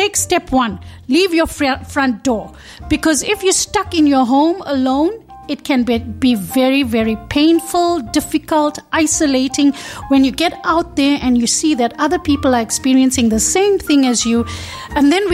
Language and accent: English; South Africa; moved away as an adult; now in Netherlands; I'm from South Africa. I'm an activist, South African-born activist. I've been involved in activism maybe 25 years so far. And when I moved to the Netherlands, I happened to find DiEM25, which is a pan-European movement.